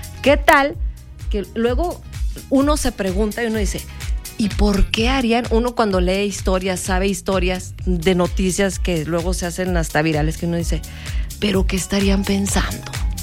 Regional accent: Comarca Lagunera, Mexico; yo me quedé sola en Monterrey. Soy de La Laguna, afuera del antro

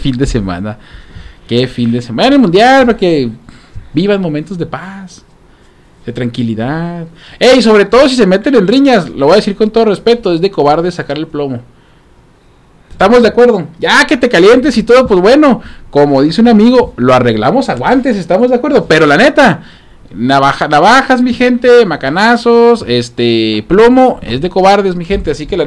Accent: Mexico; Ni modo que no nos pase como mexicanos

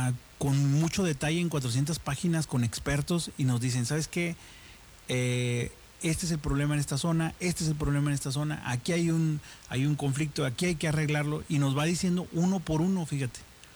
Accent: Mexico; Vestidos de mexicanos siendo mexicanos en México. Pero bueno, solo nosotros entendemos nuestras tradiciones.

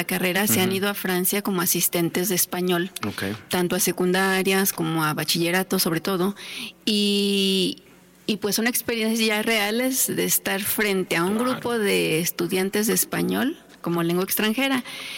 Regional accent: Mexico; first language Spanish; en el día a día aquí en México no solemos emplear

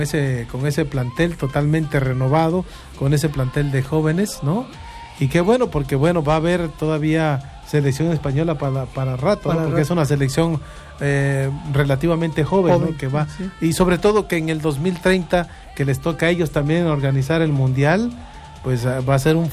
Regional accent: Mexico

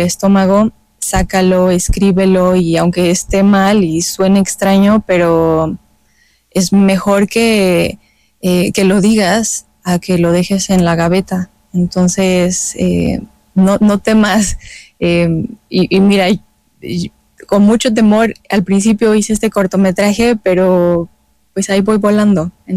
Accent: Chiapas, Mexico; Y bueno, ahora que ya llega a mi tierra, Chiapas, en el MUSAC.

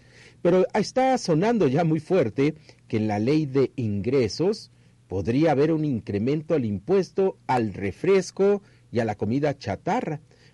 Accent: Mexico

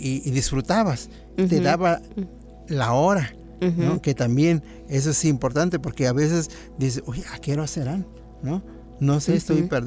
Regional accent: Mexico; first language Nahuatl; Spanish is a second language; a veces hablan más español que náhuatl. Precisamente dijimos, no, vamos a conversar un poco más en nuestra lengua materna.

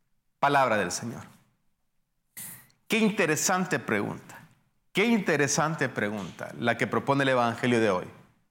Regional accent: Honduras; es la historia de cuando estaba pequeño, cuando era un niño, y se me empezaron a caer los dientes. En mi país, aquí en Honduras

